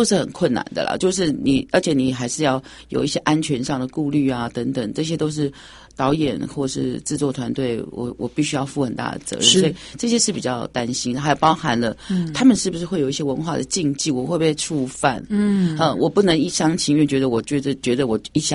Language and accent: Chinese; Taiwan; 作为一个导演，作为一个台湾的原住民的一份子，作为台湾人